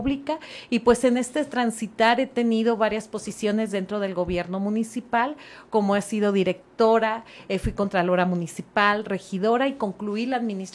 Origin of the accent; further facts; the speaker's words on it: El Salto, Jalisco, Mexico; born there; yo soy nacida en el Salto, así es que he visto todos los cambios históricamente de mi municipio, sí, desde hace 20 años